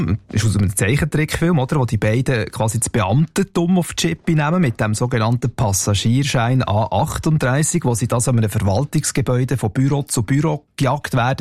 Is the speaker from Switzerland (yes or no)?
yes; Switzerland; dass man sogar als Schweizer selber drüber muss lachen